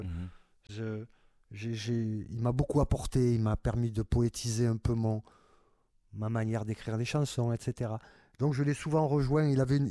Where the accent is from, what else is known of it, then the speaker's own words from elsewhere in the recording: Marseille, Provence-Alpes-Côte d'Azur, France; moi en tant que Marseillais